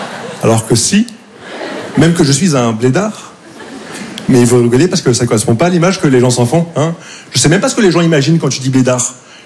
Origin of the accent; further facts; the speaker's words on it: Casablanca, Casablanca-Settat, Morocco; j'ai grandi au Maroc.